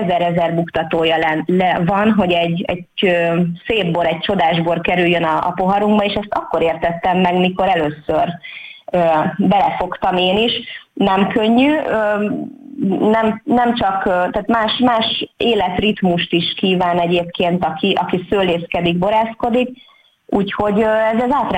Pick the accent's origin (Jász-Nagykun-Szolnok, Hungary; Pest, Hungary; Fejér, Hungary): Fejér, Hungary; Pázmánd; én itt születtem Pázmándon